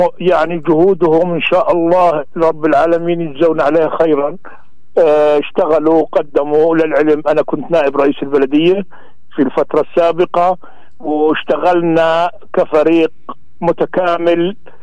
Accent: Al-Ubeidiya, West Bank, Palestine; إحنا بلدتنا تعتمد على العامل

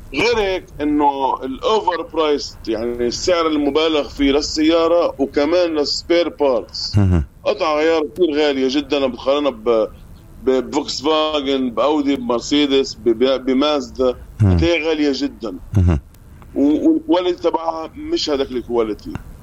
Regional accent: Farradiyya, Palestine; أنا فلسطيني من مدينة فرادة هي قضاء صفد، وطبعا احنا من فصيلة لبنان

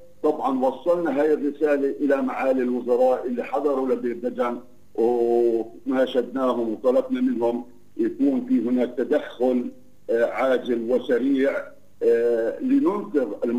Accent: Palestine; إحنا كفلسطينيين

